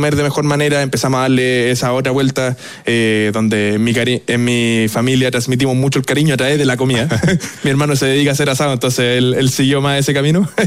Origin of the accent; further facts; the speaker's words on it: Santiago, Santiago Metropolitan Region, Chile; no hay nada como la casa acá en Chile, en Santiago